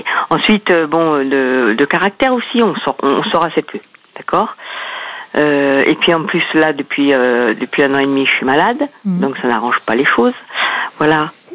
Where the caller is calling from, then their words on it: Auvergne-Rhône-Alpes, France; Du Puy-de-Dôme.